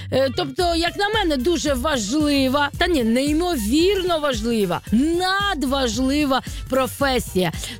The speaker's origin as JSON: {"language": "Ukrainian", "region": "Kyiv", "country": "Ukraine", "said": "Мене, до прикладу, народжували в пологовому на Подолі, у нас в Києві, я киянка, і, звісно, була задіяна акушерочка, яка також допомагала мені побачити світ."}